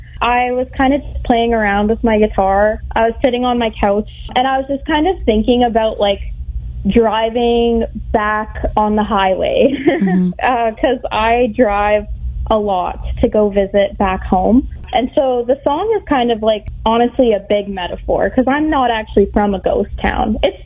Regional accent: Lac-La-Biche, Alberta, Canada; I'm actually from a town called Lac-La-Biche in Alberta.

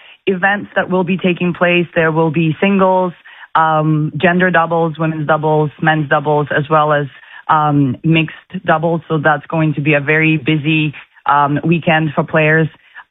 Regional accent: Kazakhstan; also born or lived in England; now in Regina, Canada; I am originally from Kazakhstan. I went to school in England. I met my husband in Europe and then decided to come out and visited him in Canada.

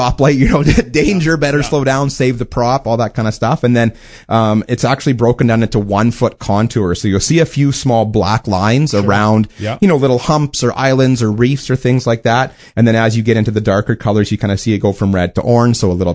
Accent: Wawota, Saskatchewan, Canada; born or raised there

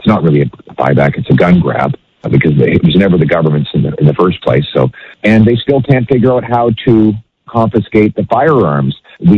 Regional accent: Calgary, Alberta, Canada; born or raised there

